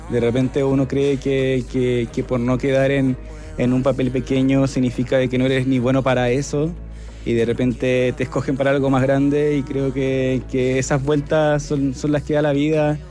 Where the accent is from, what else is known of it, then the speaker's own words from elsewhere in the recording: north, Chile; Mi familia es de Copiapó. Yo me crié en todas las ciudades del norte, excepto en Copiapó.